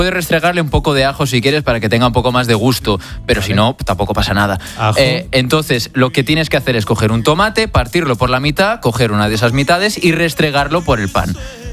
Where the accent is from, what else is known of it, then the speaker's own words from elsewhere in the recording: Lleida, Catalonia, Spain; Sofía Buera es de Huesca, somos vecinos, yo soy de Lleida, y eso significa que sabe perfectamente cómo se hace el pan tomaque.